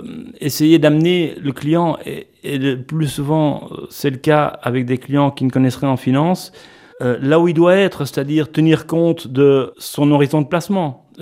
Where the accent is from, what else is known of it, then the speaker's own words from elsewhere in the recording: Antwerp, Flanders, Belgium; moved away as an adult; also born or lived in Luxembourg; je me sentais plus obligé de rester à Anvers, puisque je suis originaire d'Anvers